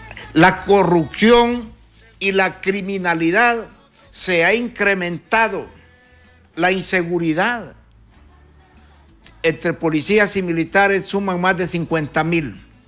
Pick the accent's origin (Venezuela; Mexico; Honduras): Honduras; a nosotros como hondureños también.